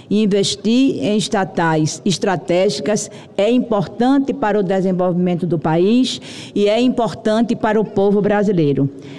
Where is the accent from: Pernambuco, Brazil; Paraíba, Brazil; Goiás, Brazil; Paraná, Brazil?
Pernambuco, Brazil; eu, como pernambucana